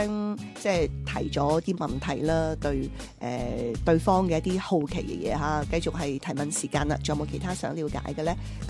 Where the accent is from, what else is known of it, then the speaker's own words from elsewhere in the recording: Guangdong, China; accent: Cantonese accent (in Mandarin); 我就作为广东人，我自己讲普通话都觉得系有呢个广东口音嘅，系啊，其实都一样，因为我哋讲粤语区嘅。